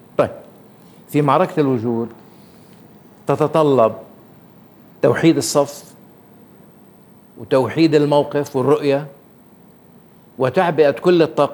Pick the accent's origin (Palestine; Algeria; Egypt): Palestine; كفلسطينيين